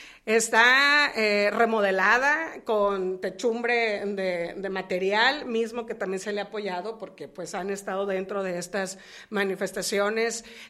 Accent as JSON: {"language": "Spanish", "country": "Mexico", "said": "soy de ahí de Huira"}